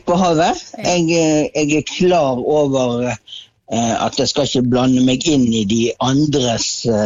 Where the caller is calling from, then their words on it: Bergen, Vestland, Norway; Hjemme i Bergen.